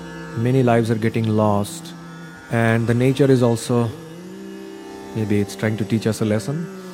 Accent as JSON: {"language": "English", "town": "Dhaka", "region": "Dhaka Division", "country": "Bangladesh", "said": "basically I'm from Dhaka, Bangladesh."}